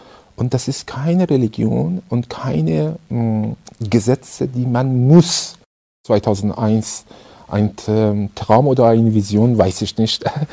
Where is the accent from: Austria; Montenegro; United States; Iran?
Iran; German is a second language; now in Germany; ich komme aus dem Iran und ich wohne in Deutschland seit 1985. Und 1985 bin ich aus dem Iran ausgereist, wegen des Iran-Irak-Kriegs.